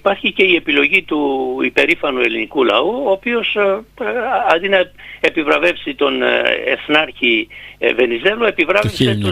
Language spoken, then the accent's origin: Greek; Chios, North Aegean, Greece; στην πατρίδα μου, στη Χίο